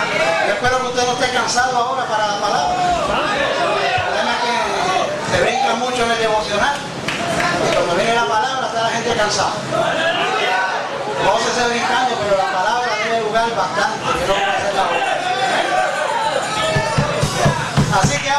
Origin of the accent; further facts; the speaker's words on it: Puerto Rico; now in United States; nunca he ido a Puerto Rico. Somos puertorriqueños.